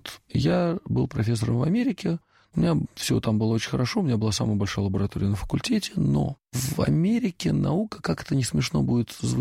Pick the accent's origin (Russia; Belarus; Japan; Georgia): Russia; moved away as an adult; also born or lived in United Kingdom / Switzerland / United States; когда уезжал из России, не думал, что когда-нибудь сюда вернусь, и этого не желал. Я хотел уехать отсюда навсегда.